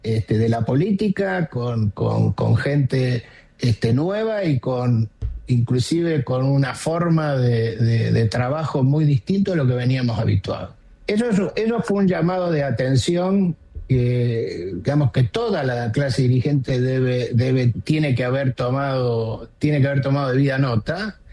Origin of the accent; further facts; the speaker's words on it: Argentina; Nosotros somos empresarios que vivimos, nacimos, fuimos criados y vivimos en la Argentina, con nuestra familia en Argentina.